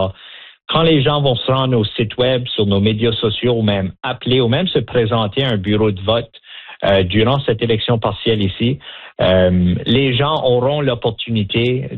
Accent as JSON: {"language": "French", "region": "New Brunswick", "country": "Canada", "said": "Moi, je suis un Acadien, je suis originaire du New-Brunswick, alors je comprends cette importance-là"}